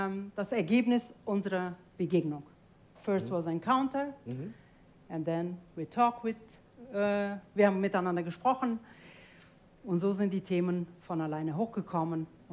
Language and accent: German; Tajikistan; first language Tajik; German is a second language; moved away; Dari, Tadschikisch. Das sind drei verschiedene Ethnolekte des Persischen und Russisch, weil ich in Tadschikistan geboren und aufgewachsen bin.